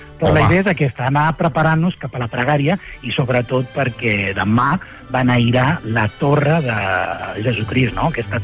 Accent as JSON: {"language": "Catalan", "region": "Catalonia", "country": "Spain", "said": "més com som els catalans, no?"}